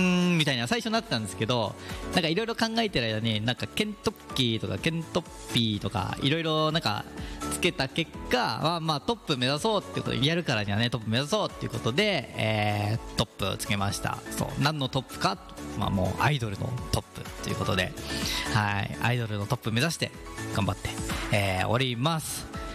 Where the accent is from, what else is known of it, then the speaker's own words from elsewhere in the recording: Gyoda, Saitama, Japan; 生まれも育ちも行田で